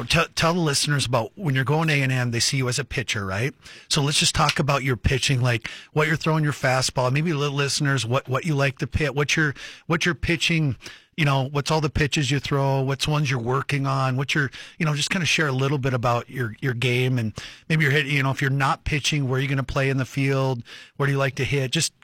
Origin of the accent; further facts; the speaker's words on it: Montana, United States; I mean, I was just growing up in Montana.